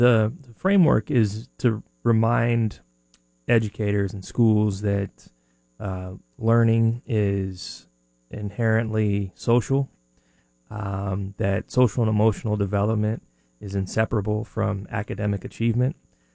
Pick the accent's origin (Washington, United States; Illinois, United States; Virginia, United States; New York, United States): Washington, United States; Spokane; now in Seattle, United States; growing up in Spokane was definitely a learning experience.